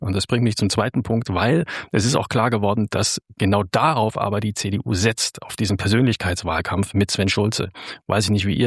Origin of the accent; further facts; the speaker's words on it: Aue-Bad Schlema, Saxony, Germany; Ja, ich komme aus Auer, Bad Schlema.